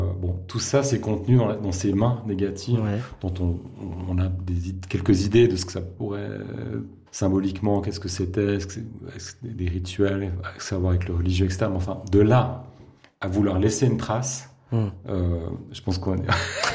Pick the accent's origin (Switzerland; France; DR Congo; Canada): Switzerland; Oui, mais on est suisse et on ne pèse rien.